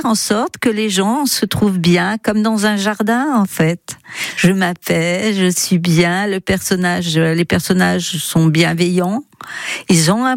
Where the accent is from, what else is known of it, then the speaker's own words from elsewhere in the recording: France; moved away; Moi, je suis originaire de la Loire, mais j'ai épousé un Bourguignon